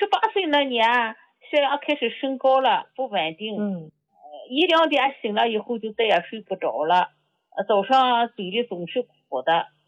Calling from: Shandong, China; 胡老师，我是山东的，我家里还剩下一盒药。

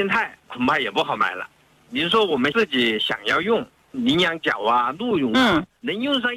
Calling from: Hubei, China; 我是湖北的。

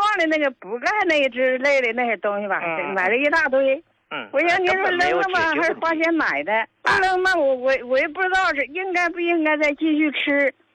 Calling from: Harbin, Heilongjiang, China; 我是哈尔滨的患者。

